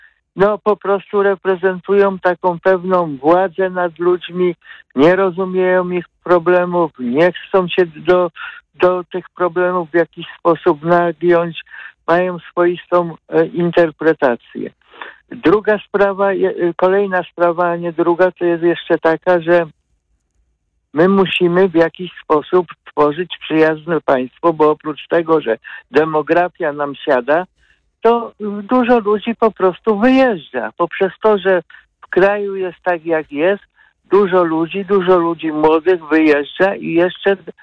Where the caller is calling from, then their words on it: Katowice, Silesian Voivodeship, Poland; mieszkam w Katowicach i mam dom gdzieś tam pod Częstochową w gminie